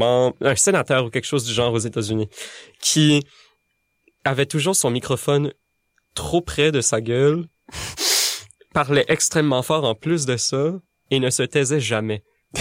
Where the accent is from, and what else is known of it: Acadia, Canada